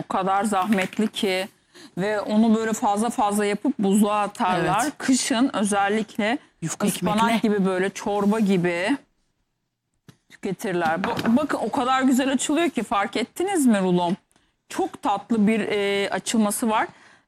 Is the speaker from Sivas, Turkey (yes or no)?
yes; Sivas, Turkey; Eğlenceli bir şey gelsin Sivas'ımdan.